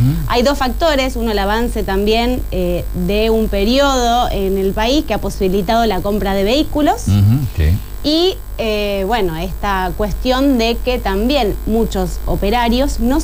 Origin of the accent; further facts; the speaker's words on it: Granadero Baigorria, Santa Fe, Argentina; Yo soy de Barrio San Miguel, de Granadero Baigorria, está muy cerquita ahí John Deere.